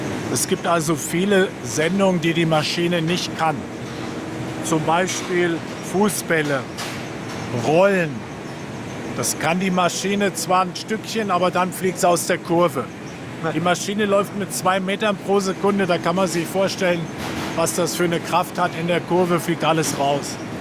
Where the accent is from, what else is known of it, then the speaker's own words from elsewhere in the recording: Eschwege, Hesse, Germany; moved away as an adult; Ich komme eigentlich aus Nordhessen, aus Eschwege, ist eine schöne Fachwerkstadt und da bin ich groß geworden.